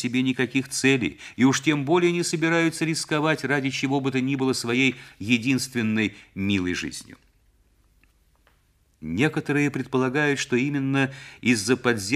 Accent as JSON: {"language": "Russian", "region": "Saint Petersburg", "country": "Russia", "said": "мы, ленинградцы, в Ленинграде, в своей среде."}